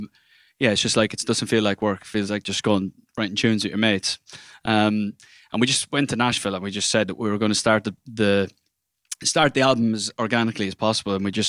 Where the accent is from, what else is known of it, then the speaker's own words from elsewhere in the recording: Ireland; I think being Irish